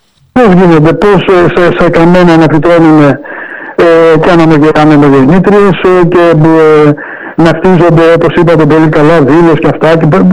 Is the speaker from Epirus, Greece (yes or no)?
no; Kallithea, Attica, Greece; also born or lived in Tripoli; εγώ γεννήθηκα στην Καλυθέα Αθηνών. Ναι. Μεγάλωσα στην Καλυθέα, το δημοτικό σχολείο ήμουν στο έβγαλα στην Τρίπολη Αρκαδίας